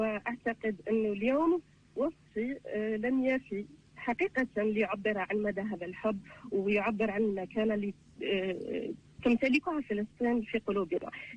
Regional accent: Algeria; نحن كجزائريين

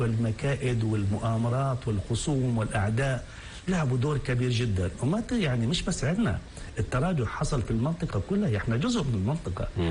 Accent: Palestine; احنا بشكل واقعي كفلسطينيين

